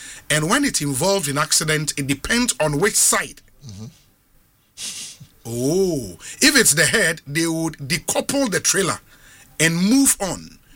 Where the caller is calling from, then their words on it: Belgium; Obi, please, I am … from Belgium. I have a question about the diaspora.